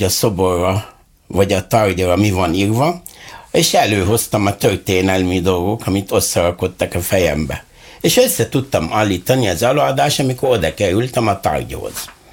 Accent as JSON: {"language": "Hungarian", "country": "Egypt", "second_language": "Hungarian", "moved": "as an adult", "lives_now": "Hungary", "said": "egyiptomi vagyok"}